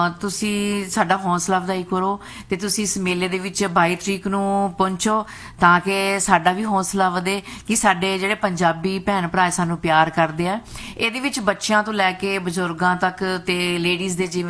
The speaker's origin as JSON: {"language": "Punjabi", "region": "Punjab", "country": "India", "said": "ਕਿਉਂਕਿ ਅਸੀਂ ਪੰਜਾਬ ਤੋਂ ਚੱਲ ਕੇ ਤੁਹਾਡੇ ਲਈ ਇੱਥੇ ਆਏ ਹਾਂ"}